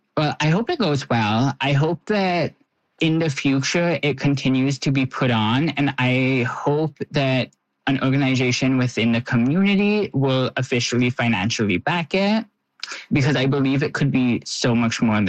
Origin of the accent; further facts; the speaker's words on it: Kahnawake, Quebec, Canada; I mean, I guess growing up, like in being around different people, a lot of people like either didn't really talk about being gay or it was like something that was like largely ignored.